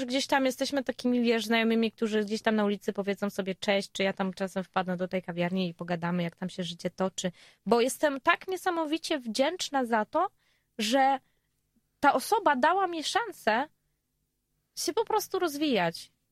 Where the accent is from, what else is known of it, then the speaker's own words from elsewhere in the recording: Silesian Voivodeship, Poland; ja jestem ze Śląska